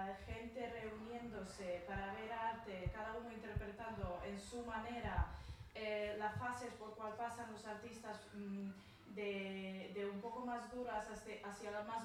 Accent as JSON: {"language": "Spanish", "country": "Montenegro", "second_language": "Spanish", "said": "Vengo de Montenegro, si no alguien se lo ha olvidado."}